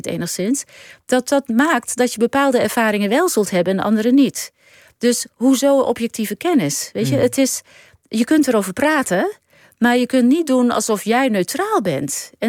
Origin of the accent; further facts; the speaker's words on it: Netherlands; born there; dat ik als Nederlandse geboren vrouw niet kan weten hoe het is voor een Indiaanse vrouw